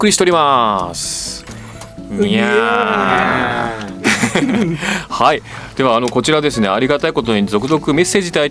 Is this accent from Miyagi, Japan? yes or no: yes; Miyagi, Japan; 夫のいてるくんと一緒にふるさとの宮城県に6日間帰っているところです